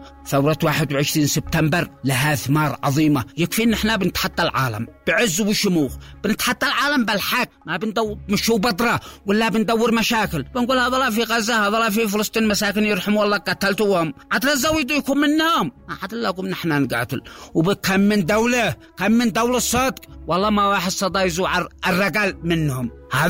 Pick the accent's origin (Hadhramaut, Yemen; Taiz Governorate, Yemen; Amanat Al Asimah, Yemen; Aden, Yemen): Amanat Al Asimah, Yemen; Sanaa